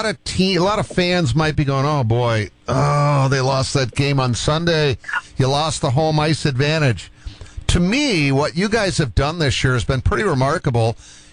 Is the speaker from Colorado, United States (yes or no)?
no; Boston, Massachusetts, United States; I'm from Boston.